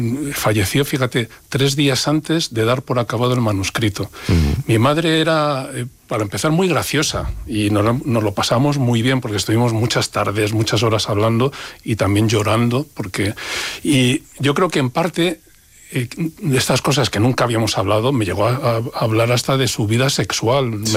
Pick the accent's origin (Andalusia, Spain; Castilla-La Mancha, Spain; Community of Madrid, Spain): Community of Madrid, Spain; Madrid; born there; se vinieron al día siguiente de casarse a Madrid, al barrio de Usera, que es donde yo nací, muy orgulloso de nacer allí en Usera.